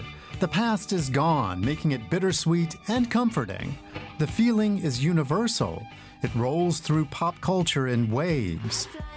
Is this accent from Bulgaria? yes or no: yes; Haskovo, Haskovo Province, Bulgaria; this is my hometown of Haskovo.